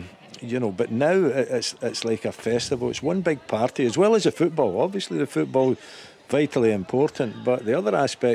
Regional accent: Scotland, United Kingdom; And it's a hope that always kills us as Scottish fans.

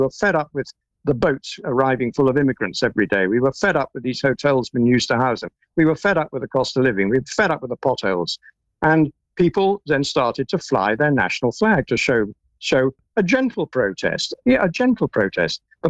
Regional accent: England, United Kingdom; we're English, we're proud of it

